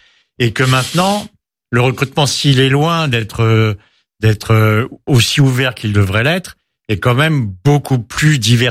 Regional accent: Versailles, Île-de-France, France; also born or lived in Paris; On était à Versailles, j'ai passé mon enfance en Versailles. Alors, c'est vrai que quand j'étais à l'école à Versailles … parce que j'avais passé ma petite enfance à Paris.

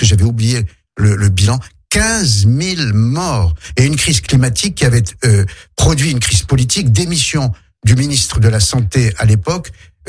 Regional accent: Algeria; now in France; Moi, quand je suis arrivé d'Algérie dans les années 70 en France, j'étais très heureux de découvrir les quatre saisons.

